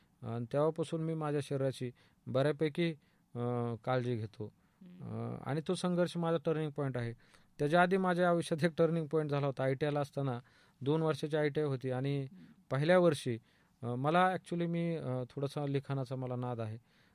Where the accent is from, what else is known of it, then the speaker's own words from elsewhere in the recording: Maharashtra, India; moved away; also born or lived in Chhatrapati Sambhajinagar; घरी आलो डायरेक्ट मी माझ्या गावी म्हणजे संभाजीनगरहून जामखेड तालुक्यात आमच्या धुनपार गावी आलो.